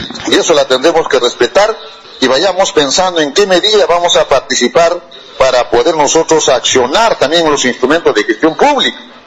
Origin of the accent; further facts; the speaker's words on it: Peru; nosotros como peruanos